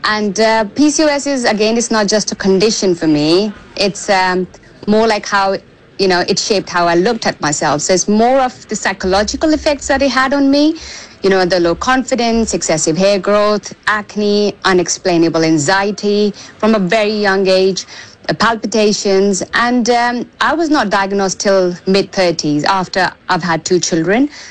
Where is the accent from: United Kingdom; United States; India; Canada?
India; So I was born and raised in India, and I'm 45